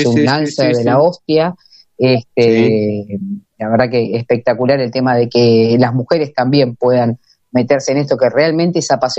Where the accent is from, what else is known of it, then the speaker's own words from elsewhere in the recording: Buenos Aires, Argentina; yo soy de Capital Federal